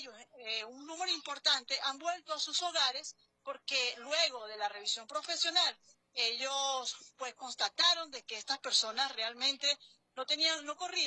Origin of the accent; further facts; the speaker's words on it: Venezuela; para darle todo nuestro aliento como venezolanos